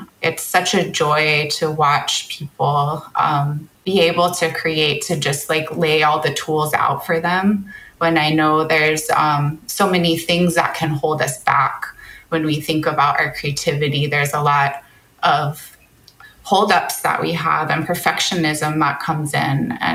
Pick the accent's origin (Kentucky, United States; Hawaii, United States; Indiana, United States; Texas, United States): Hawaii, United States; Maui; now in Kaneohe, United States; I'm the director of Wisdom Circles Oceania. And I am born and raised on Maui, and I live on Oahu now in Kaneohe.